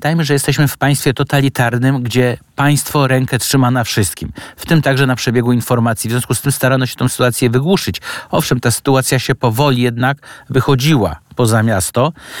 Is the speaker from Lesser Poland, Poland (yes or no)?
no; Warsaw, Masovian Voivodeship, Poland; mimo że my obaj z szanownym panem redaktorem jesteśmy warszawiakami z dziada pradziada, ale nie koncentrujmy się tylko na naszej kochanej Warszawie